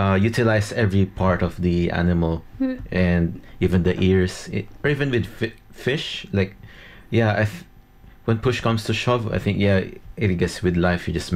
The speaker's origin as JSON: {"language": "English", "country": "Philippines", "said": "Well, being Filipino, that's the stereotype"}